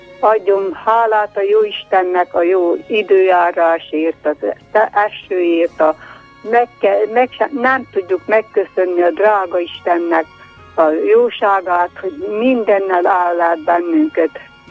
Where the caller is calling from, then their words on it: Miercurea Ciuc, Harghita, Romania; Én is innen Szeredából vagyok